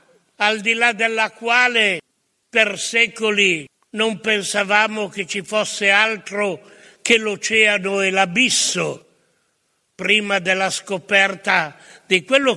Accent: Asti, Piedmont, Italy; moved away; Asti è la mia terra, questo Monferrato che continuo sempre ad amare anche se non lo abito più.

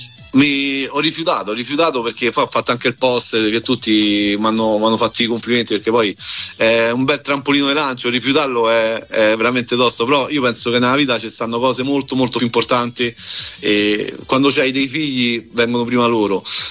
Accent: Rome, Lazio, Italy; Ciao Eleonora, vengo da Roma

